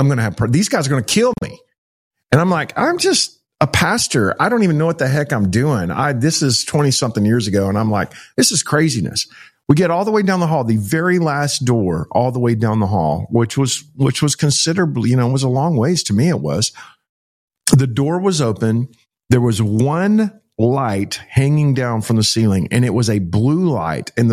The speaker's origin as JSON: {"language": "English", "region": "Texas", "country": "United States", "said": "I'm from Texas. Where y'all from?"}